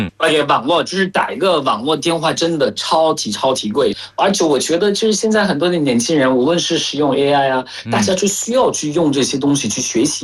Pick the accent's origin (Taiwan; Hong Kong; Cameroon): Cameroon; Chinese is a second language